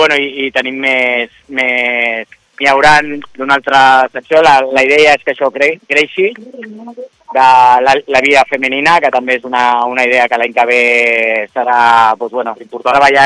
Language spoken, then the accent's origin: Catalan; Castelldefels, Catalonia, Spain; volíem fer alguna cosa pel poble, no? Som d'aquí de tota la vida.